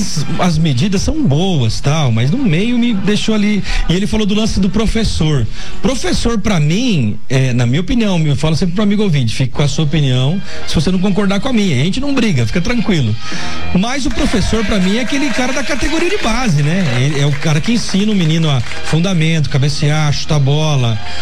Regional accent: Londrina, Paraná, Brazil; Eu sou de Londrina, sou pé vermelho.

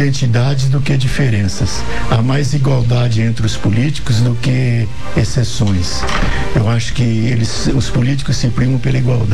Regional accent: São José do Rio Preto, São Paulo, Brazil; born there; moved away as an adult; also born or lived in General Salgado / Cassilândia; now in Campo Grande, Brazil; É do interior. Eu nasci em José Bonifácio, ali ao lado de São José do Rio Preto

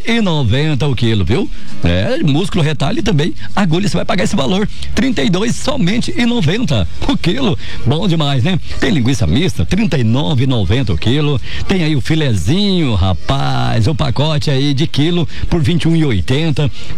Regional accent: Mato Grosso, Brazil; não somos paulistas, rapaz. Nós somos, né? Somos mato-grossenses.

